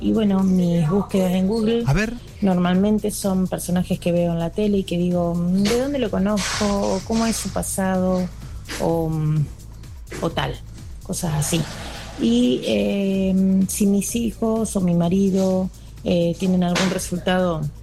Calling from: Santa Fe, Argentina; de Santa Fe

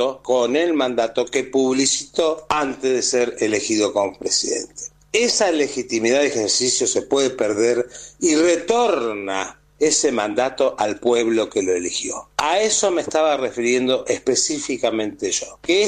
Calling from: Rosario, Santa Fe, Argentina; Buenas noches, estimado Mario Giorgi. … de Rosario.

